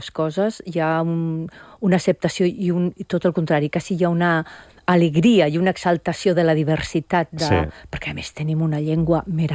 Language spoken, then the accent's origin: Catalan; Burjassot, Valencian Community, Spain